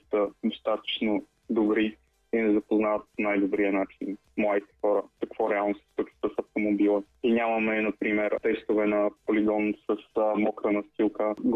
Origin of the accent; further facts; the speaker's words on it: Kochan, Blagoevgrad Province, Bulgaria; Значи аз съм на 22 години от село Кочан, община Стовче, Гоцеделчество.